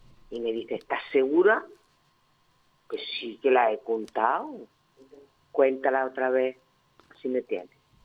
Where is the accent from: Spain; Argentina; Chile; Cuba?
Spain; Castilla-La Mancha; born there; Hombre, aquí he nacido